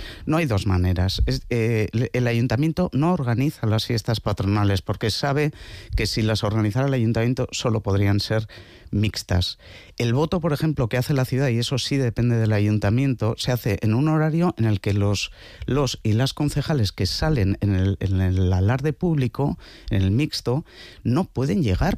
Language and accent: Spanish; Irún, Basque Country, Spain; yo soy de Irún